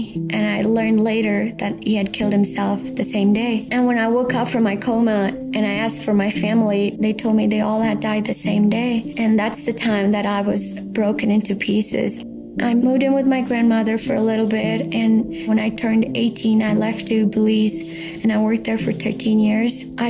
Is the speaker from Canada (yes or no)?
no; Bangalore, Karnataka, India; born there; So I was born in India, in a Hindu family, in a city called Bangalore.